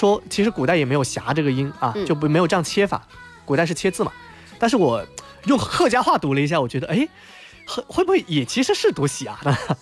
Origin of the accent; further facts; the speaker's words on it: China